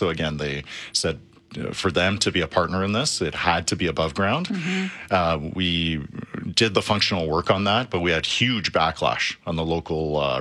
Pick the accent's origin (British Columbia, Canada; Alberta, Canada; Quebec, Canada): Alberta, Canada; Calgary; because I grew up in Northeast Calgary